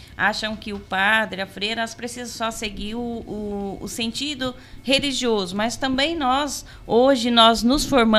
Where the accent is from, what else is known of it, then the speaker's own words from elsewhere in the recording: Colina, São Paulo, Brazil; born there; now in Itapetininga, Brazil; eu sou lá da cidade de Colina, ao lado da cidade de Barretos.